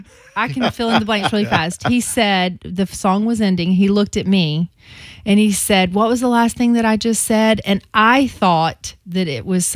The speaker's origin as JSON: {"language": "English", "region": "the South", "country": "United States", "tie": "born or raised there", "said": "we grew up in the South."}